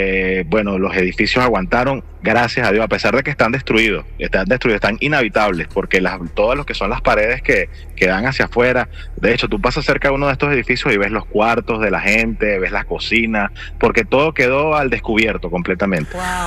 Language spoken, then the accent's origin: Spanish; Venezuela; Es bonito porque en el momento más difícil de nosotros como venezolanos, cuando migramos, en muchos países muchos venezolanos se sintieron mal porque los trataron mal